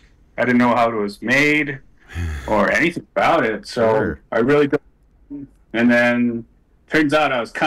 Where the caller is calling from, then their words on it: Stanley Mission, Saskatchewan, Canada; I'm calling from Stanley Mission, Saskatchewan. It's an hour north of my hometown.